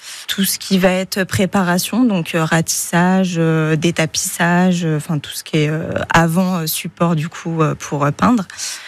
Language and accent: French; Le Mans, Pays de la Loire, France; Moi, j'ai grandi au Mans, donc c'est vraiment, entreprendre en Sarthe, c'est tout ce qui m'intéresse, quoi.